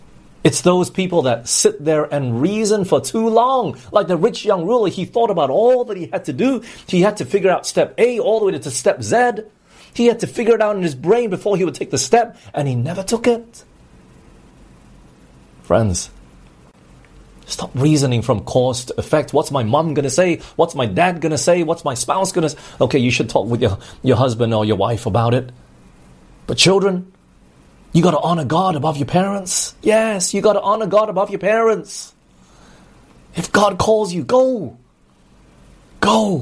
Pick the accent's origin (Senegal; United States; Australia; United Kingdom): Australia; born there; moved away; I grew up in Australia for 10 years